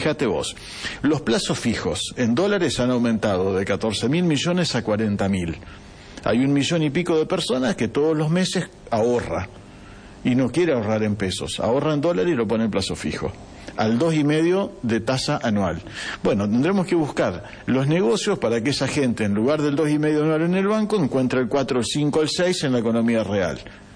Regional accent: Argentina; Nosotros, como argentinos

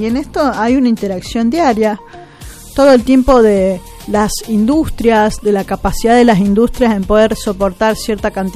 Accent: Argentina; ¿Cómo pensamos nuestra industria como argentinos, nuestra productividad, que no solamente es para nosotros, sino para el resto de la humanidad, que desde este lugar, desde Argentina, también podría exportar si hubiera más producción?

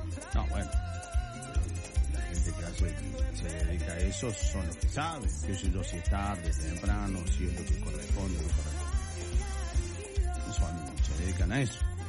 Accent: La Calera, Córdoba, Argentina; Soy de La Calera y en Gómez Neil estaban revisando hasta el baúl del auto.

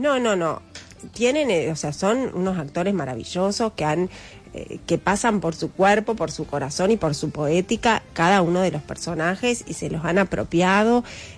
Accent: Rosario, Santa Fe, Argentina; moved away as an adult; Nacimos en Rosario, vivimos hasta los 20 años, en 19, 20 en Rosario.

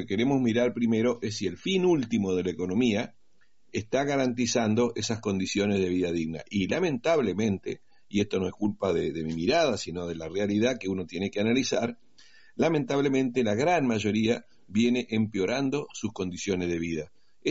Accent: Argentina; somos los propios argentinos

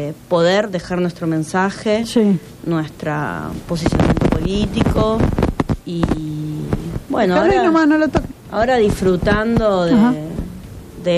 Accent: Rafaela, Santa Fe, Argentina; moved away as an adult; now in Santa Fe, Argentina; yo vengo de la ciudad de Rafaela. Ya hace más años que vivo acá

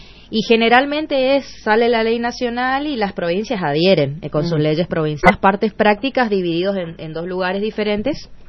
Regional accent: Argentina; Nosotros todos somos argentinos

